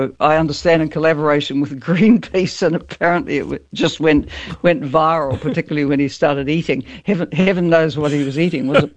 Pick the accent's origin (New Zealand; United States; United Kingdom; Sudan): New Zealand; For me, as a New Zealander, it was the starring roles that he had in some of our iconic movies.